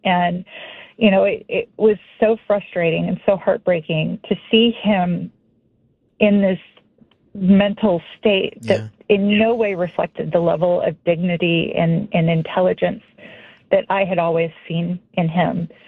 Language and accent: English; Texas, United States; So I grew up in Texas